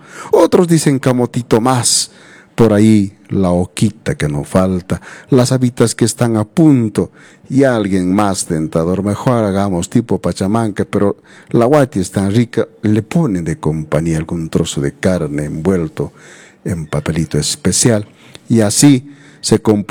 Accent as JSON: {"language": "Spanish", "town": "Calca", "region": "Cusco", "country": "Peru", "said": "nuestra tierra de Calca"}